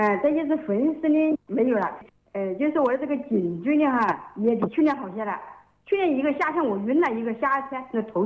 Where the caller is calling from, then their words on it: Qianjiang, Hubei, China; 潜江总口农场。